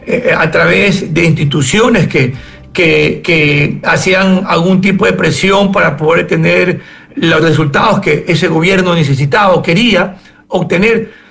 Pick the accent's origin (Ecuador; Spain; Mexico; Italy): Ecuador; el Estado ecuatoriano, los ciudadanos que somos parte del Estado y hacemos el Estado